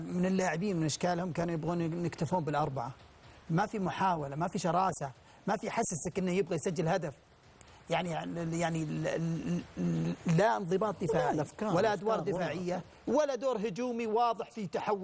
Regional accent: Saudi Arabia; إحنا كسعوديين نرضى بأي شيء

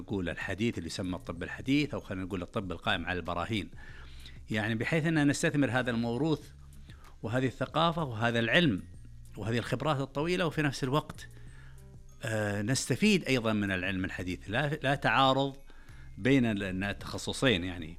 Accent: Saudi Arabia; طموحنا كسعوديين

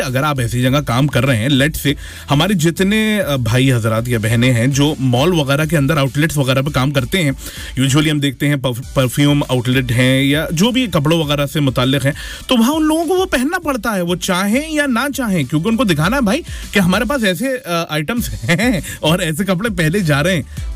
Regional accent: Punjab, India; हमारे यहाँ सदरी ज्यादा पहनी जाती है, हमारे यहाँ पंजाब में कोट ज्यादा पहनते हैं.

